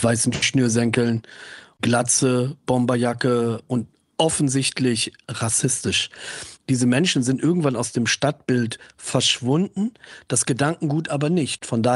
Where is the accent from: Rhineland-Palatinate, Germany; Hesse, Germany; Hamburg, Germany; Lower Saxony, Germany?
Lower Saxony, Germany; Braunschweig; ich komme aus Braunschweig in der Nähe der ehemaligen Grenze.